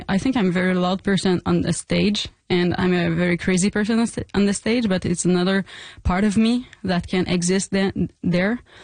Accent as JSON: {"language": "English", "town": "Gaspésie", "region": "Quebec", "country": "Canada", "lives_now": "Montreal, Canada", "said": "I'm from Gaspésie, which is pretty far from Montreal, but I'm living in Montreal since like 10 years."}